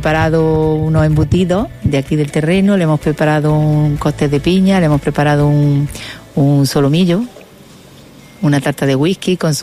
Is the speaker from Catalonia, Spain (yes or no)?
no; Ogíjares, Andalusia, Spain